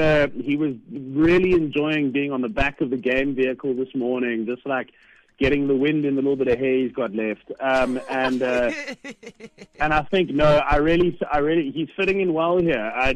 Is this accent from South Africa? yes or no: yes; South Africa; you come out of the tours just so fired up about being South African.